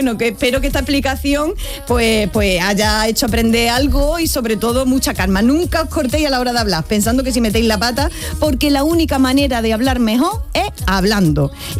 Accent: Andalusia, Spain; Anda, Iznájar está cerca de mi pueblo y eso no lo...

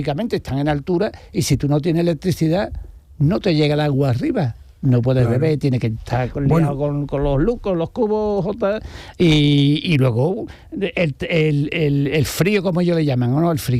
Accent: Andalusia, Spain; accent: llanito; Soy muy andaluz.

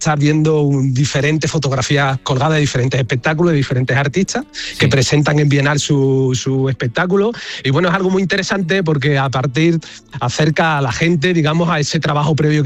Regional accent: Coria del Río, Andalusia, Spain; y mi pueblo no hablo de Coria del Río, sí, que soy oriundo de ahí, sino de mi gente, de mi pueblo, de mi país.

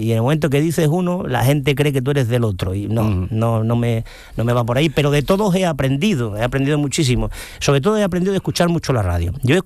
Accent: Ubrique, Andalusia, Spain; Yo siempre digo que soy un gaditano con piel de ubrique, pero a mí Jerez me gusta mucho.

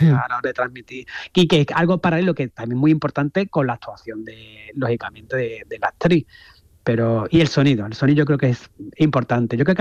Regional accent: Andalusia, Spain; pero yo soy una mezcla entre barroco, porque claro, soy andaluz

